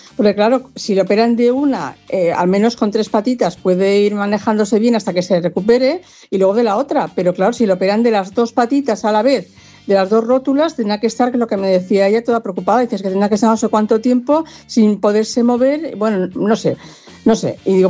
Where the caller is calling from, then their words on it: Cornellà de Llobregat, Catalonia, Spain; aquí de Cornellá.